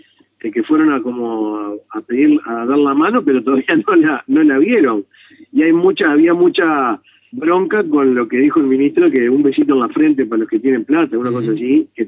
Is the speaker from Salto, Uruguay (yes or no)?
yes; Salto, Uruguay; viste cómo somos salteños